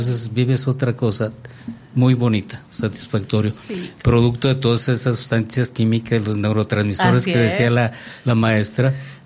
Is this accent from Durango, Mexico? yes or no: yes; Gómez Palacio, Durango, Mexico; moved away as an adult; now in Durango, Mexico